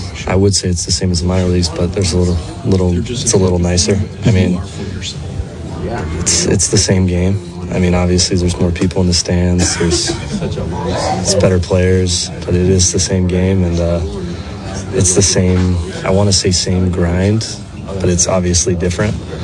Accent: Mississippi, United States; I'm from Mississippi.

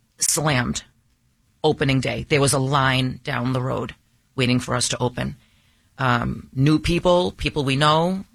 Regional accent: Everett, Massachusetts, United States; we are from this area. I grew up in Everett.

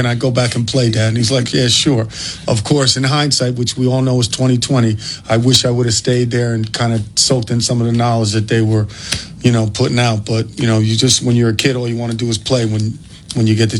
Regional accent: New York, United States; also born or lived in New Jersey; I thought he was crazy because I grew up in New York and New Jersey.

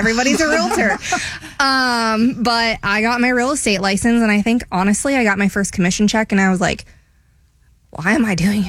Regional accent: Ohio, United States; moved away as an adult; I am from Ohio. Moved down here when I was 21

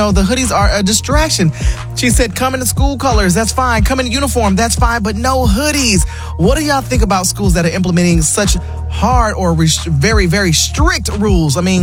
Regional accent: Miami, Florida, United States; But then down in my hometown of Miami, there was a principal actually at my former high school

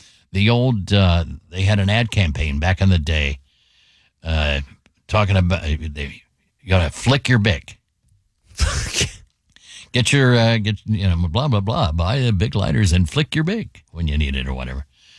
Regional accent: Amsterdam, North Holland, Netherlands; I'm from Amsterdam, and I can tell you that marijuana use in the United States is progressing much more rapidly than it did here in the Netherlands.

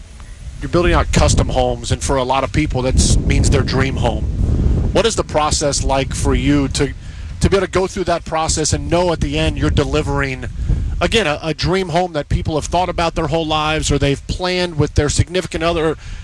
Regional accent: Cincinnati, Ohio, United States; Growing up in Cincinnati

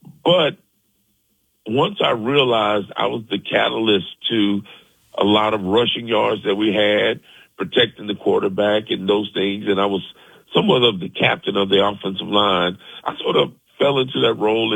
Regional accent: Greensboro, North Carolina, United States; born or raised there

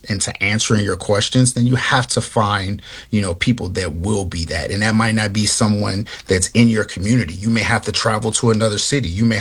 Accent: Chicago, Illinois, United States; you know, I'm from Chicago

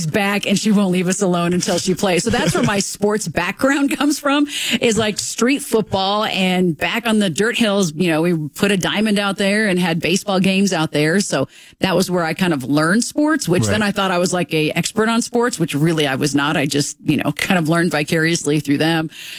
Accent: Broomfield, Colorado, United States; also born or lived in Denver; I grew up in Broomfield

